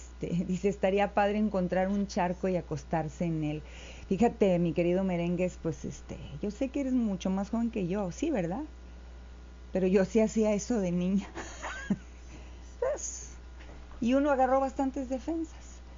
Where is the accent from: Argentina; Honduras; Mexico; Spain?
Mexico; Villagrán, Tamaulipas; Dije que no se me pase felicitar a mi pueblo natal, el hermoso.